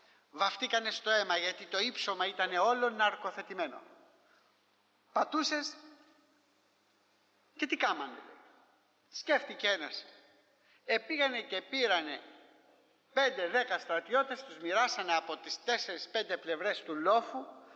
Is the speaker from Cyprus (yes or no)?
no; Corfu, Ionian Islands, Greece; στην Κέρκυρα, στην πατρίδα μου, όταν ήμασταν παιδιά